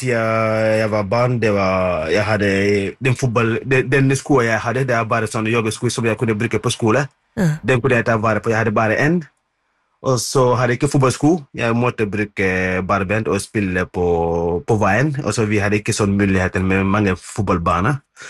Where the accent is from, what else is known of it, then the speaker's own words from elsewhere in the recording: Senegal; now in Molde, Norway; jeg bodde her I Norge I mange år. Men jeg kommer fra Senegal.